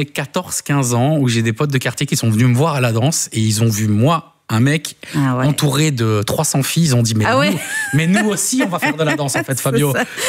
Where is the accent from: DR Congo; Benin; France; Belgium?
Belgium; Mais je suis très content d'être belgo-italien